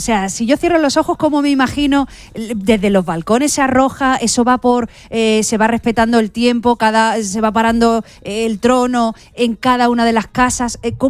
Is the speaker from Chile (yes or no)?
no; Málaga, Andalusia, Spain; yo soy malagueña y andaluza